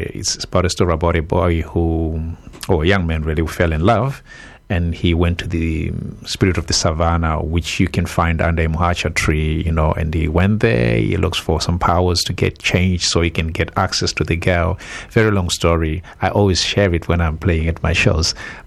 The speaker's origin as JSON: {"language": "English", "country": "Zimbabwe", "moved": "yes", "lives_now": "East Sussex, United Kingdom", "said": "I'm from Zimbabwe."}